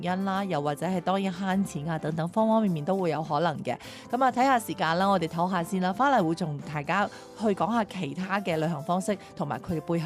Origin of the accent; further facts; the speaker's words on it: Zhanjiang, Guangdong, China; 我係湛江人